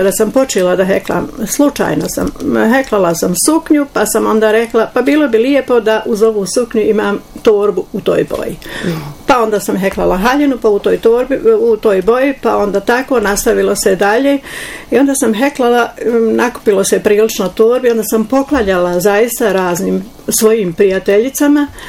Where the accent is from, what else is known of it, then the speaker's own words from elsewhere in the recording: Lukajevica, Republika Srpska, Bosnia & Herzegovina; born there; now in Tuzla, Bosnia and Herzegovina; Ja sam rođena u Lukajevici, udata u Lukajevici, živim u Tuzli.